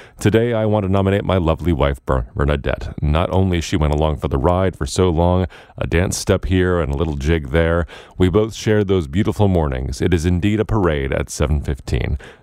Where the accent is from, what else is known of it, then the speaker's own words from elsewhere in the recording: Hazel Park, Michigan, United States; My hometown had at times wonderful theme parks. Hazel Park was something in its day.